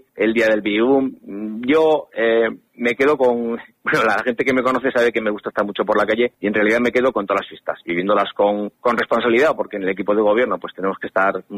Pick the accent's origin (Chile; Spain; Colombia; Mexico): Spain; Corella, Navarre; Yo que, pues de Corella de toda la vida, mis padres también, mis abuelos también